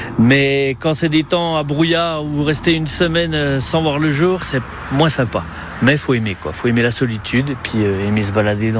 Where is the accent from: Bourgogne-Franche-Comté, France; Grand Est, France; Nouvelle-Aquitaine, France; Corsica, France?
Bourgogne-Franche-Comté, France; Mantoche; après je suis originaire de Haute-Saône moi, donc je suis vraiment du cru de la Franche-Comté moi. Côté de Grès, enfin les petits coins Mantoche.